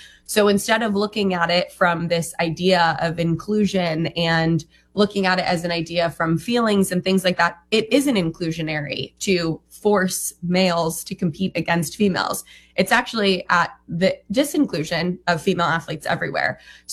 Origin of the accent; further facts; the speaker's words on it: Nevada, United States; also born or lived in Utah; My home state of Nevada has a very similar protection as West Virginia, but listening to those arguments, same when I was there to represent when I was living in Utah at the time